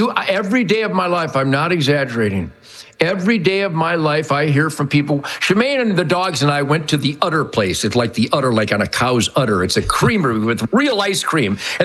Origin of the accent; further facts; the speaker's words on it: Detroit, Michigan, United States; born there; I was born in Motown.